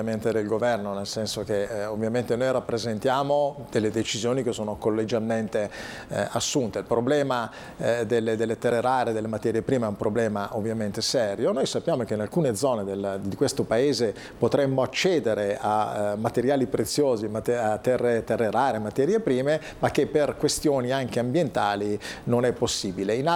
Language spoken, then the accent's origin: Italian; Como, Lombardy, Italy; Io vengo da Como, dove c'è un brand molto affermato che è Lake Como.